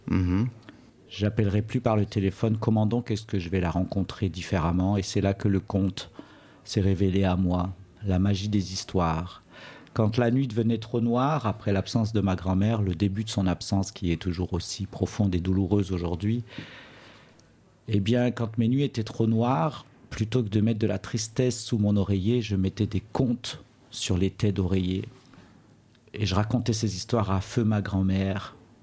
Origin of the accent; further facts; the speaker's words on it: Saint-Étienne, Auvergne-Rhône-Alpes, France; je suis né à Saint-Étienne en 1973, c'était au mois de mai, dans un quartier qui s'appelle Montréno, un quartier populaire à l'extérieur de la ville, ce qu'on appellerait aujourd'hui une ZUP, un quartier.